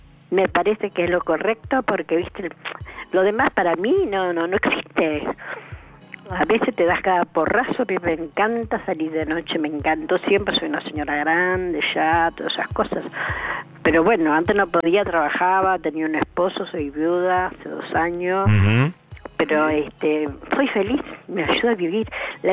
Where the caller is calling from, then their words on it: San Telmo, Buenos Aires, Argentina; San Telmo.